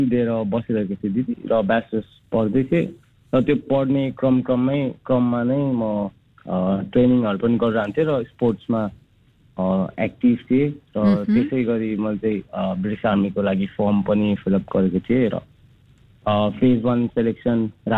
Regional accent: Koshi Province, Nepal; also born or lived in Kathmandu; दिदी, म चाहिँ जन्मेको चाहिँ काठमाडौँमा हो, तर मेरो गाउँ चाहिँ शङ्खुवासभा हो दिदी।

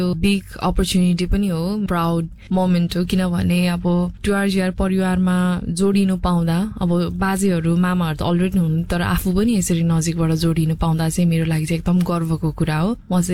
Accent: Koshi Province, Nepal; now in Brunei; म चाहिँ एउटा कलाकार हुँ र म चाहिँ सोलुखुम्बुबाट हुँ र अहिले हाल चाहिँ ब्रुनाईमा छु.

